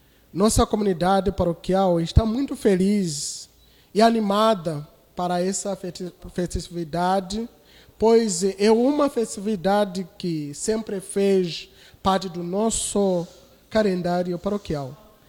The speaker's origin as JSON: {"language": "Portuguese", "country": "Zambia", "moved": "yes", "lives_now": "Cabo Frio, Brazil", "said": "Eu sou vigário paroquial e sou da Zâmbia."}